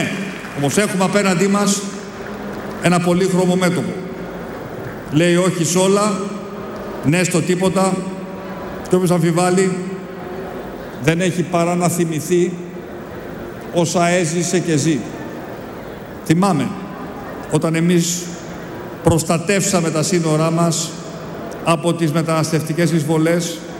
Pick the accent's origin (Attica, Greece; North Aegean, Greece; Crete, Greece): Crete, Greece; Ο τόπος μου, η Κρήτη